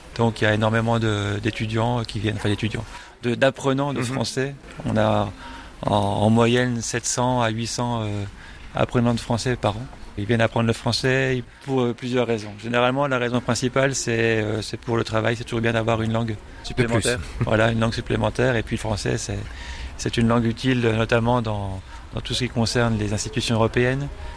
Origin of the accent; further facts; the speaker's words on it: France; now in Vilnius, Lithuania; Oui, je suis français, oui, bonjour.